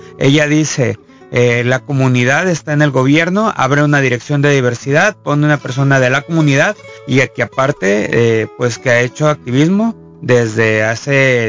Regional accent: Mexico; porque somos mexicanos, mexicanas, mexicanes, y queremos que haya este respeto irrestricto en todos los sentidos.

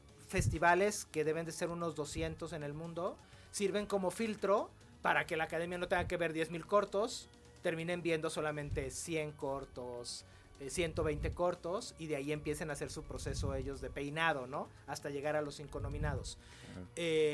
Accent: Guadalajara, Jalisco, Mexico; los dos somos tapatíos.

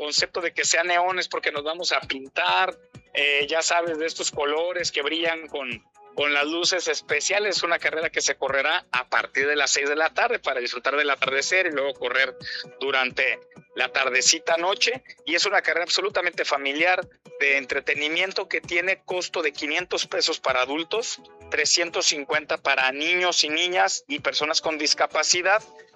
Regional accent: Manzanillo, Colima, Mexico; los que somos de Manzanillo

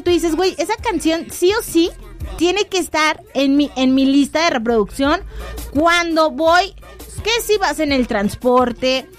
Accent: Mexico; Que somos mexicanos

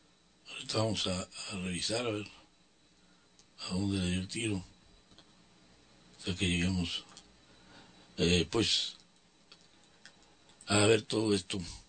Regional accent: Mexicali, Baja California, Mexico; Para los que somos de Mexicali

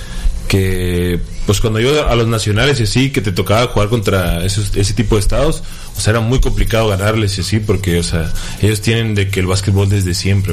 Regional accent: Tepic, Nayarit, Mexico; yo soy de Tepic.

